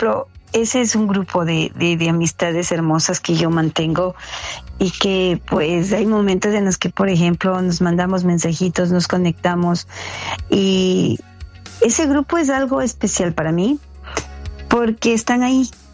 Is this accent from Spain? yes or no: no; Ecuador; moved away; donde yo crecí, Ecuador